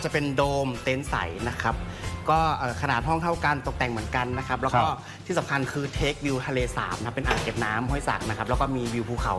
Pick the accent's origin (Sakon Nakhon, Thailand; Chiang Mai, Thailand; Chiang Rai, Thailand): Chiang Rai, Thailand; เราเป็นคนเชียงรายด้วยนะ